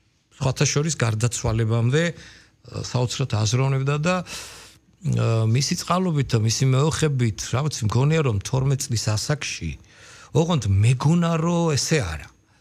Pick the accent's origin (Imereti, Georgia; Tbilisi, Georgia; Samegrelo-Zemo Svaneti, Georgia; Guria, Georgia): Imereti, Georgia; Chiatura; born or raised there